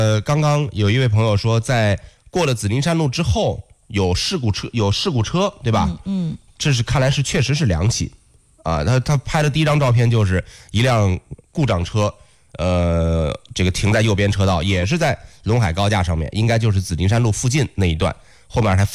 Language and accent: Chinese; Henan, China